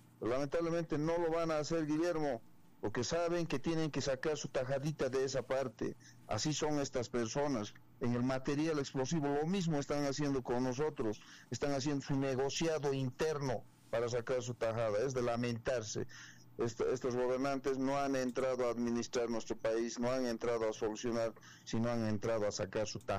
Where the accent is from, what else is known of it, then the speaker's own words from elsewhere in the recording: Potosí, Bolivia; han nevado ahí en Potosí, debe estar hermosa mi ciudad.